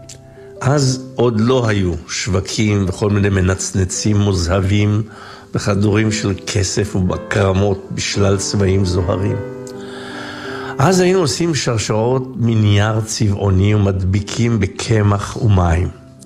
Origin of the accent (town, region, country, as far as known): Jerusalem, Jerusalem District, Israel; born or raised there